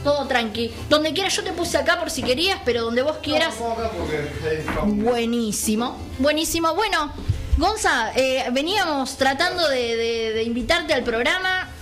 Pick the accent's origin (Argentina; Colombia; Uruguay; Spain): Argentina; nosotros como argentinos